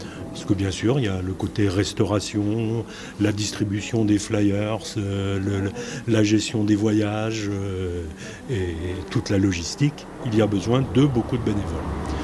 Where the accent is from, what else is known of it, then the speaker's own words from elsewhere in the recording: Portbail-sur-Mer, Normandy, France; Et vraiment, toute l'équipe, nous sommes des Port-Baillais.